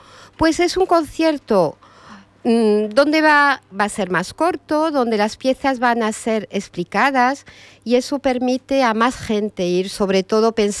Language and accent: Spanish; Salamanca, Castile and León, Spain; now in France; como yo soy de Salamanca, soy la profesora de español de ese centro.